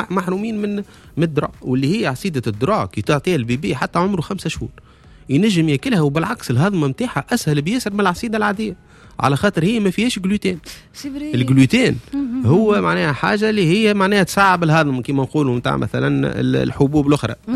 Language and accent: Arabic; Sfax, Sfax Governorate, Tunisia; احنا من صفاقس